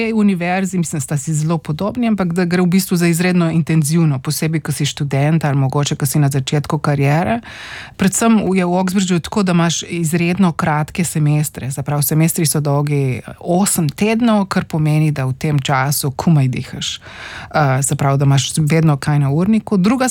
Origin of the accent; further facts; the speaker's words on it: Postojna, Littoral–Inner Carniola, Slovenia; Jaz sem odraščala v Postojni, se pravi pri, oziroma bom rekla splošno na Primorskem